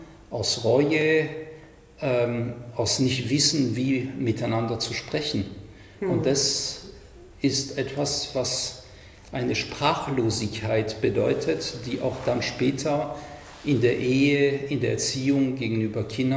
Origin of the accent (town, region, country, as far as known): France